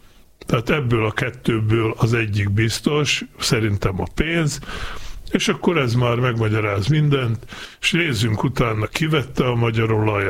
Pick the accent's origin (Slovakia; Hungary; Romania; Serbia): Slovakia; Balog nad Ipľom, Banská Bystrica Region; az én szülőfalumtól, Ipolybaloktól 7 kilométer